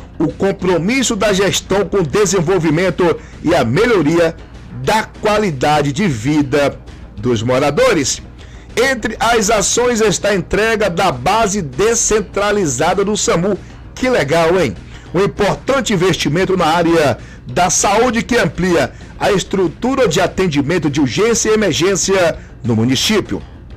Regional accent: Bahia, Brazil; lá da minha cidade, São João do Paraíso

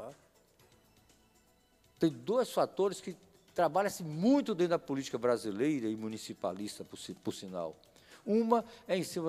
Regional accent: Bahia, Brazil; Eu, como baiano

